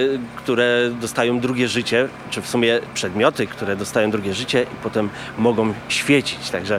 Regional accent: Zduńska Wola, Łódź Voivodeship, Poland; Ja, jeżeli mogę powiedzieć, to jestem ze Zduńskiej Woli, ale to jest w sumie niedaleko.

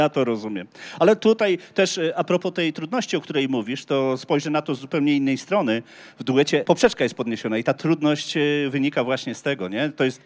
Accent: Łódź, Łódź Voivodeship, Poland; Wszyscy jesteśmy z Łodzi.

